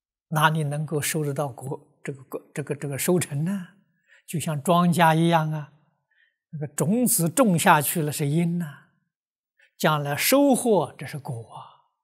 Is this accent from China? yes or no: yes; China; 我们中国人常讲合情合理合法。